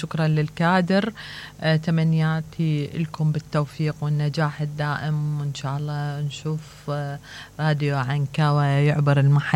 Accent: Iraq; أنا أحدى النساء العراقيات اللي أفتخر كوني عراقية ومندائية وأنتمي لهذا البلد العريق.

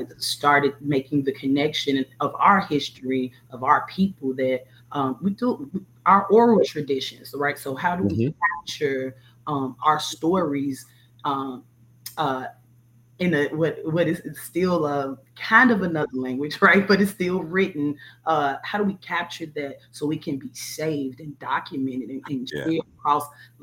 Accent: Chicago, Illinois, United States; So I grew up in near North and the low end, which we call Bronzeville, back and forth.

